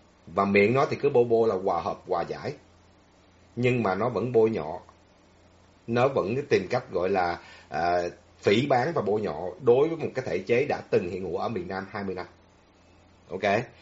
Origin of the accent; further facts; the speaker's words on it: Southern Vietnam, Vietnam; Tôi là người gốc Bắc. Nhưng mà tôi sinh trưởng lớn lên ở miền Nam thì tôi dùng chữ miền Nam thôi.